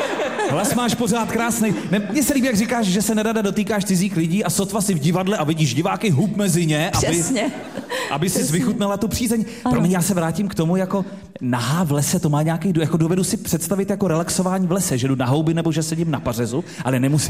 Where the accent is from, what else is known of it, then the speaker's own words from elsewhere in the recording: Sokolov, Karlovy Vary Region, Czechia; born there; já, co se narodil v Sokolově, v naší hnědouhelné hezké pánvi